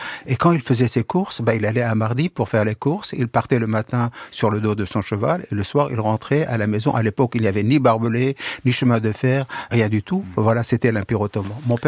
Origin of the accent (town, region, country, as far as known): Syria; born there; first language Kurdish; French is a second language; moved away